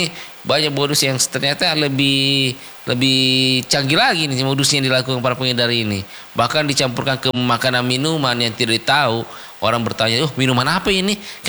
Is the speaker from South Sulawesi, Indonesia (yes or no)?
yes; South Sulawesi, Indonesia; kita sebagai Bugis, suku Bugis Makassar ini.